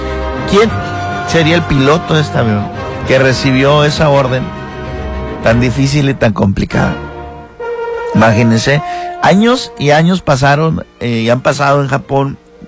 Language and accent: Spanish; Sinaloa, Mexico; Somos capaces los sinaloenses de también estarlo celebrando